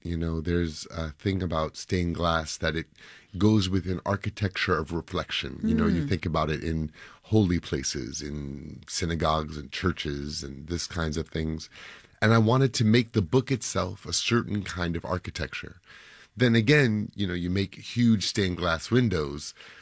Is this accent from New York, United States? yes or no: yes; New York City, New York, United States; I love to walk, I'm a New Yorker, I walk, you're in the middle of everything.